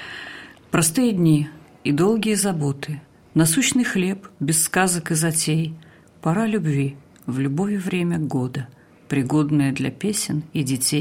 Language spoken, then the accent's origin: Russian; Nizhny Tagil, Sverdlovsk Oblast, Russia; moved away; also born or lived in Crimea / Moscow / Belarus; Я родилась в Нижнем Тагиле, в семье спецпереселенцев из Крыма, поэтому для меня и Урал, и Крым – это вот мое все детство, это вся моя жизнь.